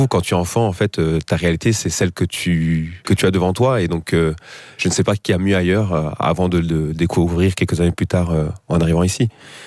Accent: Flanders, Belgium; born there; also born or lived in Benin; Je suis en Belgique depuis 1999, voilà, et ça fait maintenant 26, 27 ans

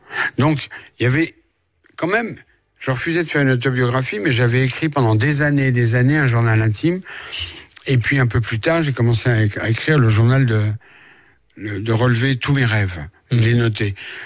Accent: France; born there; je suis né en France avec elle.

